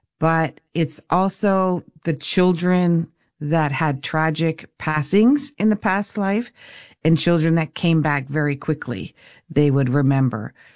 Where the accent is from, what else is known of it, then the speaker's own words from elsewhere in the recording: Windsor, Ontario, Canada; born there; I was Detroit, as a Windsorite would say, because I was born in Windsor, Taggers. See, in Canada, we say Tigers. But if you're from Windsor, you say Taggers.